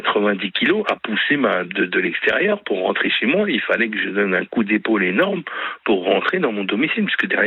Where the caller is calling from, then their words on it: Île-de-France, France; j'ai 46 ans, j'habite en région parisienne